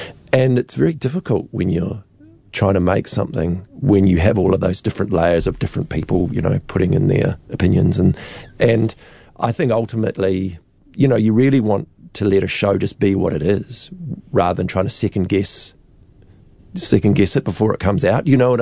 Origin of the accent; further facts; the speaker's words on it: Dunedin, Otago, New Zealand; I'm from Dunedin. Heaven forbid, I'm not from Christchurch.